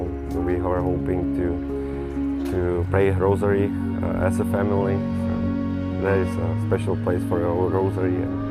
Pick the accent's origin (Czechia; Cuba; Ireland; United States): Czechia; English is a second language; I'm from Czech Republic.